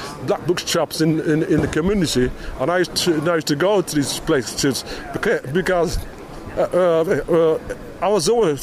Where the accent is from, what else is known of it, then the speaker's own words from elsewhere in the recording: England, United Kingdom; we were black kids growing up in England, but our parents came from Jamaica.